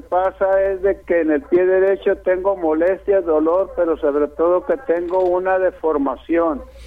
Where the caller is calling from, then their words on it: Tijuana, Baja California, Mexico; le llamo de aquí de Tijuana, Baja California.